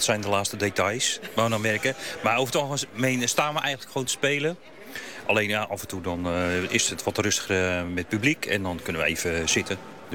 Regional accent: Sassenheim, South Holland, Netherlands; Helemaal uit Sassenheim, ja.

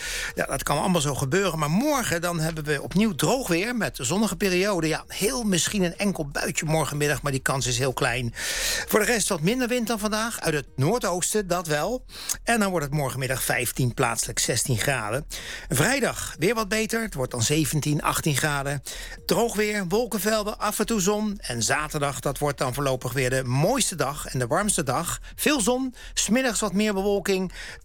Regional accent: Netherlands; Bijvoorbeeld bij de eilanden waar wij ook vaak komen als Nederlanders.

